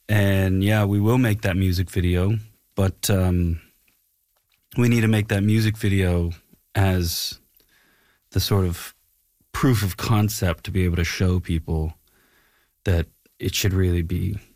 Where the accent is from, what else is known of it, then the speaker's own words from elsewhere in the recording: Nova Scotia, Canada; moved away as an adult; now in Los Angeles, United States; I moved from Nova Scotia to Los Angeles to go to the American Film Institute.